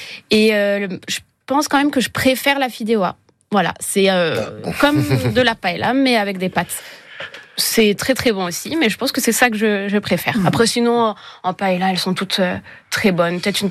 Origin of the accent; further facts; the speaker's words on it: Bourgogne-Franche-Comté, France; moi, je viens de Bourgogne et en Bourgogne, on mange pas des paellas qui sont forcément très très bonnes.